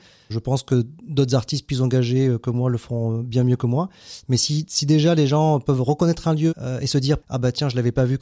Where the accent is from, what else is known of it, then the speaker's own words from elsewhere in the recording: Montpellier, Occitanie, France; Je suis un Montpellierin pure souche, donc j'ai toujours grandi en ville.